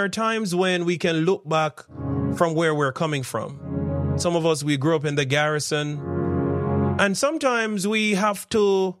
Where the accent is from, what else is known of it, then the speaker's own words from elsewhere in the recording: Jamaica; also born or lived in Richmond Park, Kingston; I'm from St. John's Road.